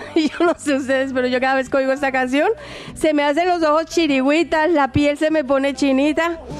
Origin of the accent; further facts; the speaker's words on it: Colombia; moved away; en mi caso yo soy colombiana